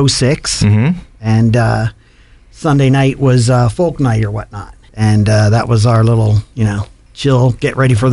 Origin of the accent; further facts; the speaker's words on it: Youngstown, Ohio, United States; moved away as an adult; I'm from the Youngstown area where, you know, we moved from.